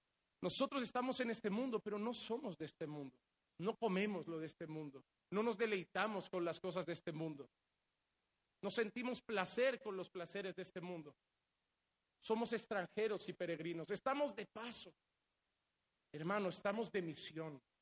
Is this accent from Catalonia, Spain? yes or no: yes; Barcelona, Catalonia, Spain; Yo vengo de Barcelona.